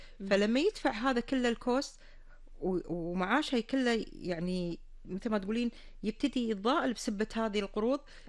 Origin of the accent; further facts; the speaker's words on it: Kuwait; الكويت الله يعز ديرتنا